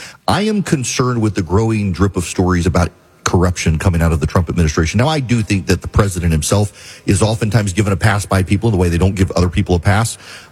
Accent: Dubai, United Arab Emirates; I grew up in Dubai. You think it's hot here, you should go there.

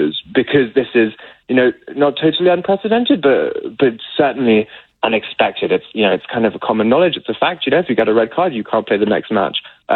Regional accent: England, United Kingdom; now in Belgium; I'm English. I've been here 4 years though

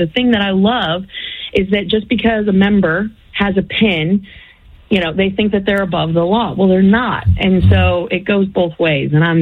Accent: Castle Rock, Colorado, United States; So, you know, that's my home state. I mean, I grew up in Castle Rock, but not too far, about 40 miles north of there.

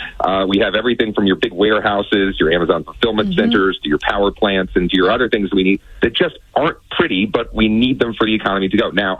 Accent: Virginia, United States; And these are states that have not, in general, outside of Virginia, my hometown, our home state, not built a lot of data centers.

